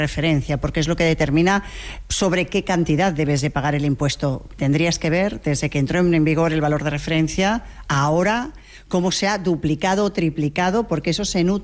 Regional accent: Madrid, Community of Madrid, Spain; soy madrileña y soy muy provinciana.

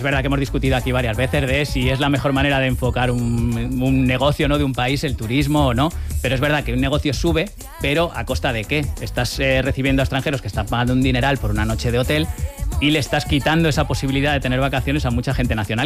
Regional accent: Spain; a pesar de mi impecable acento de Cambridge, soy español.

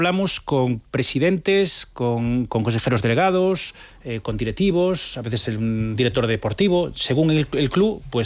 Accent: Vigo, Galicia, Spain; Si soy de Vigo Claro

